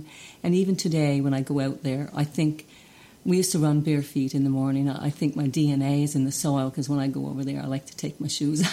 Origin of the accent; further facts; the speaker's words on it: Cow Head, Newfoundland and Labrador, Canada; I'm from Cowhead. And I grew up on Summerside. There was Winterside and Summerside, but I grew up on the Summerside until I was about, 12 years of age.